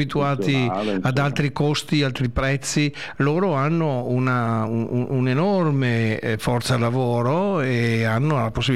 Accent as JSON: {"language": "Italian", "town": "Brugine", "region": "Veneto", "country": "Italy", "tie": "born there", "said": "sono nato in provincia di Padova, a Brugine"}